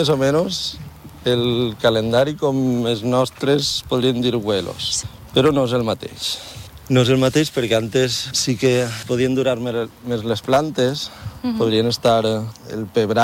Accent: Oliva, Valencian Community, Spain; Nosaltres ara som d'Oliva i tenim les terres així.

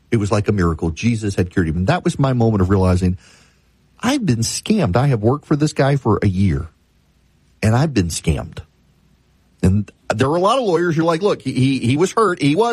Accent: Louisiana, United States; There are businesses packing up and fleeing my home state of Louisiana

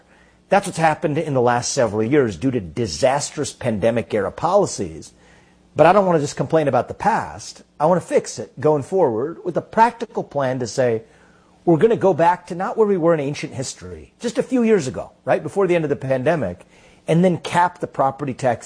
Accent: Cincinnati, Ohio, United States; including in places like my hometown of Cincinnati

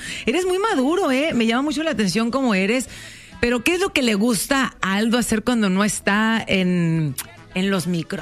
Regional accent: Sonora, Mexico; tú como mi paisano, como buen sonorense

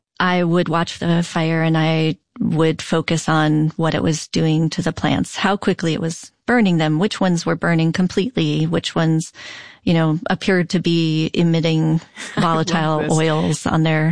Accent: United States; I was born to Ukrainian immigrants who immigrated after World War II. As Ukrainian American kids, we all grew up at Ukrainian scouting camps

